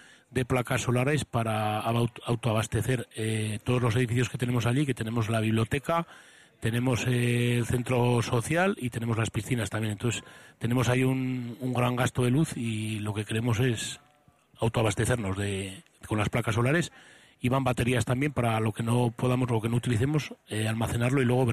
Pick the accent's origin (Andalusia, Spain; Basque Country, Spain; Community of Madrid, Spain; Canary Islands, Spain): Basque Country, Spain; Kripan; que yo lo que tengo es mucho orgullo de la gente de mi pueblo, la he tenido siempre, pero la gente me lo demuestra cada vez más.